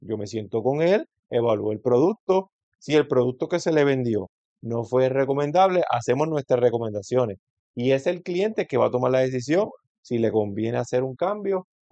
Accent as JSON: {"language": "Spanish", "town": "San Germán", "country": "Puerto Rico", "said": "me dijo que se había mudado a San Juan, pero yo soy de San Germán."}